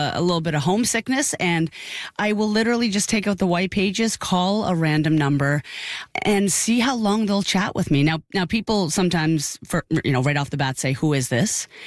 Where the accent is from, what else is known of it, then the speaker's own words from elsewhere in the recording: Dartmouth, Nova Scotia, Canada; moved away as an adult; now in Toronto, Canada; You know, I've been in Toronto now living in Toronto for 12 years, and I'm from Dartmouth, Nova Scotia.